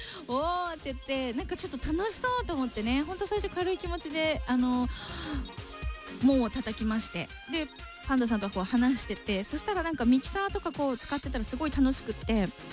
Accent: Mito, Ibaraki, Japan; 水戸です。水戸生まれ、茨城県民です。バンとね水戸で育ちました。

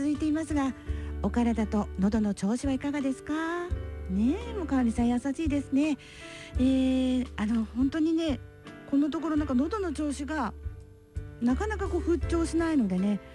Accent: Ibaraki, Japan; 私たち茨城県民もね、震災を経験してますからね、

